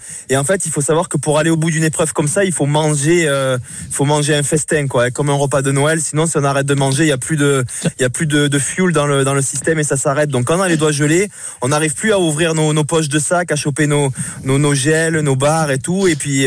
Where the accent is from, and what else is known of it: Cavaillon, Provence-Alpes-Côte d'Azur, France; born or raised there